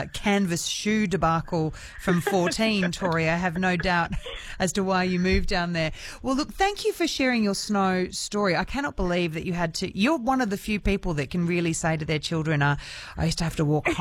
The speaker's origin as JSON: {"language": "English", "town": "Sydney", "region": "New South Wales", "country": "Australia", "tie": "born there", "also_born_or_lived": "Jakarta, Indonesia", "said": "Because I grew up in Sydney. Well, I grew up in Jakarta, which definitely had no snow. And then when I was about six or seven, we moved to Australia. Definitely no snow in the suburbs of Sydney."}